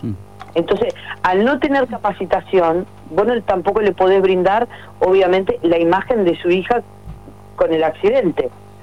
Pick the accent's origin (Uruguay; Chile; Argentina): Uruguay; siendo uruguaya